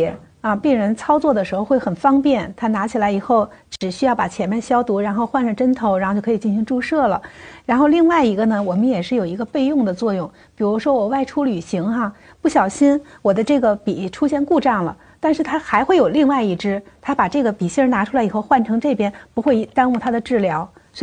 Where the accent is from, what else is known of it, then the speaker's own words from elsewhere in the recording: China; 我们中国人